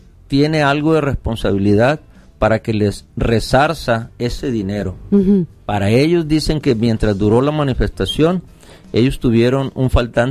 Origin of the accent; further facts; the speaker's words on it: Sinaloa, Mexico; somos sinaloenses